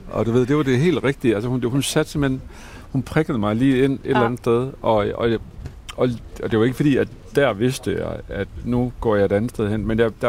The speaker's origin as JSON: {"language": "Danish", "town": "Tarm", "region": "Central Denmark Region", "country": "Denmark", "tie": "born there", "said": "jeg har min gamle kortklub fra gymnasiet i Tarm"}